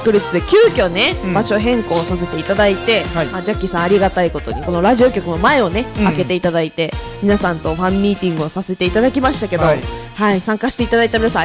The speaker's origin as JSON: {"language": "Japanese", "region": "Fukuoka", "country": "Japan", "tie": "born or raised there", "said": "さあこの番組は大好きな地元筑豊のいろんな魅力や歌う筑豊のインフルエンサーとしての活動をお届けする番組です。"}